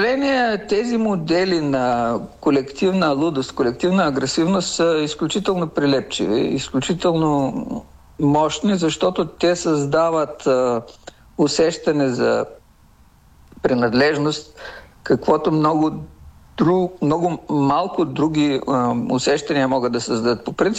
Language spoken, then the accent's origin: Bulgarian; Bulgaria; съм от Източна България, където има много турци